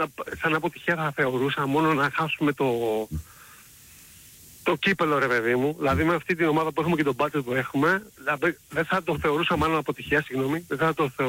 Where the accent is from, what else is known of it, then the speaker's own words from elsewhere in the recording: Bristol, South West England, United Kingdom; από τον Μπρίστολ.